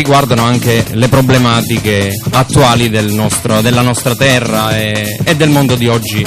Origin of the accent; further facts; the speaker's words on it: Maratea, Basilicata, Italy; Io sono della Perla del Tirreno, di Maratea